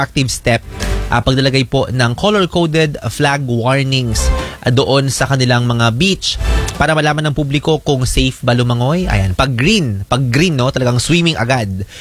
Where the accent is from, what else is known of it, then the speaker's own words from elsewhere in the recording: Bicol Region, Philippines; moved away; nung umuwi ako sa Bicol, sa Catanduanes noong Holy Week, may isang bayan sa amin.